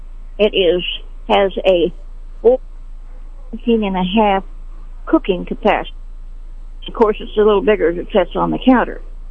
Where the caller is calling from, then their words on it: Sedalia, Missouri, United States; Okay, I'm calling from Sedalia.